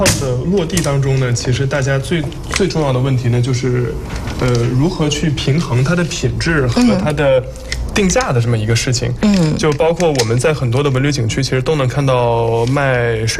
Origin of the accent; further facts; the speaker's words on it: Heilongjiang, China; 宁古塔是哪儿？哦，是我家。